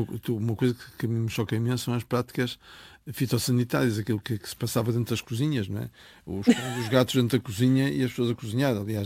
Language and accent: Portuguese; Portugal